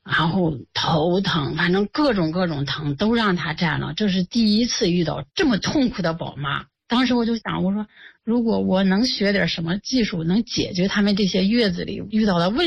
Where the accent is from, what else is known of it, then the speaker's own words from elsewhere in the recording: Xingtai, Hebei, China; moved away; 回老家了，因为我老家邢台的